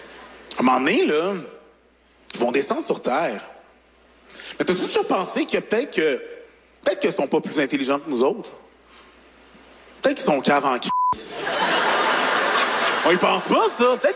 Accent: Longueuil, Quebec, Canada; accent: Longueuil; « Longueuil. Je viens de Longueuil. » C'est un accent de Longueuil, là. Mon pays d'origine.

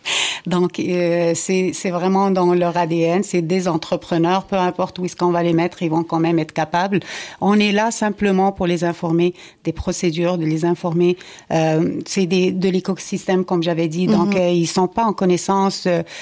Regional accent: Morocco; now in Canada; moi, je viens du Maroc

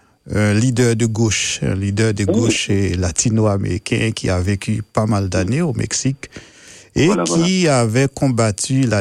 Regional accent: Haiti; Je suis un paysan. Oui. J'ai quitté mon village natal pour entrer à Port-au-Prince pour continuer mes études secondaires.

